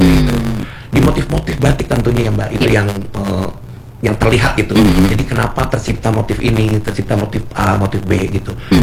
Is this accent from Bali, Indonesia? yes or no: no; Cirebon, West Java, Indonesia; aku orang Cirebon